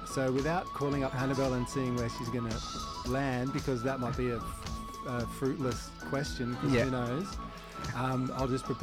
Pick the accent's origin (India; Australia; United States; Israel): Australia; Sydney, New South Wales; born there; moved away as an adult; also born or lived in Newcastle / Brisbane; it's still considered my hometown